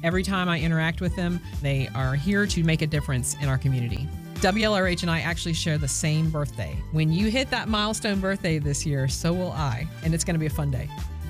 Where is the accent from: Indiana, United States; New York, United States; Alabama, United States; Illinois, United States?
Alabama, United States; Huntsville; I'm from Huntsville.